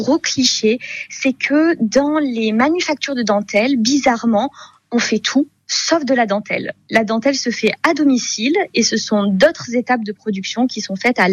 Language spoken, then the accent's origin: French; Yssingeaux, Auvergne-Rhône-Alpes, France; J'ai grandi à Issaingeaux et pourtant, tout cet aspect de dentelle, je l'ai vraiment découvert en prenant la direction de ce musée il y a quelques années.